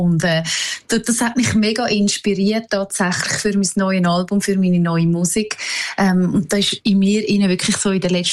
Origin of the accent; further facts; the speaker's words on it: Benken, Switzerland; Ich bin in Benken aufgewachsen, in meinem kleinen Dorf.